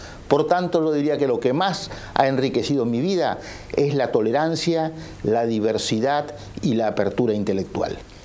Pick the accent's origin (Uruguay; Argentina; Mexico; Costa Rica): Uruguay; No somos ni argentinos ni brasileños, aunque estamos indefectiblemente unidos por el pasado y por el presente a lo que ocurre en ellos.